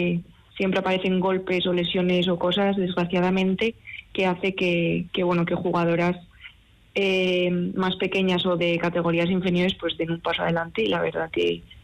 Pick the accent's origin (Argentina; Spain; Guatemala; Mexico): Spain; Pamplona, Navarre; yo, por ejemplo, que soy de aquí de Iruña